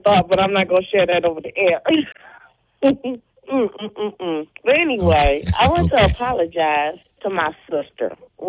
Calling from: Detroit, Michigan, United States; I'm calling from Detroit, Michigan.

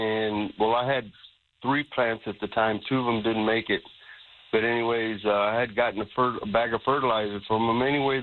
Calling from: Natalia, Texas, United States

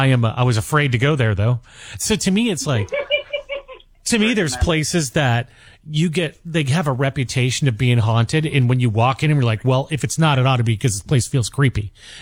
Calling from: Arizona, United States; The show emanates from Los Angeles, but I am currently in a studio in a basement in Arizona.

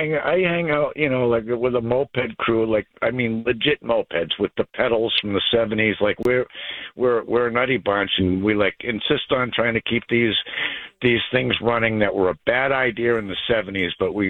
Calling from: Boston, Massachusetts, United States; as a Bostonian

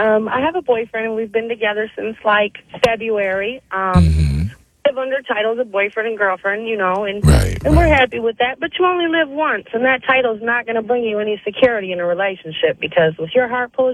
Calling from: Flint, Michigan, United States; I'm calling from Flint, Michigan.

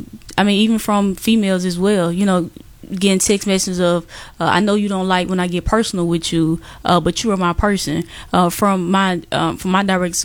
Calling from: Mississippi, United States; maybe I'm from Mississippi.

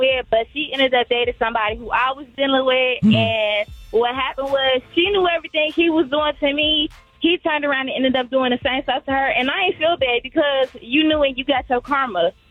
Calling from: Chicago, Illinois, United States; I'm calling from Chicago, West Side.

